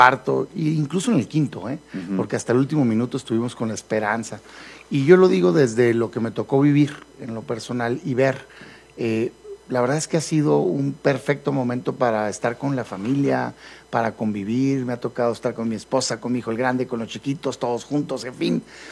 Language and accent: Spanish; Mexico; Yo soy mexicano antes que nada